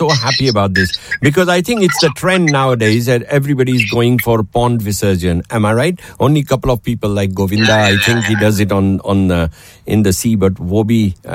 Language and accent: English; London, United Kingdom; So here I am from London